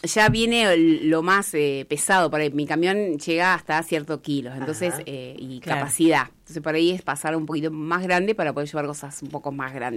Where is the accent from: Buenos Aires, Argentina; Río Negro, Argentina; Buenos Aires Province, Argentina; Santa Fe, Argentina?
Río Negro, Argentina; Cipolletti; nací y criada acá en Cipolletti.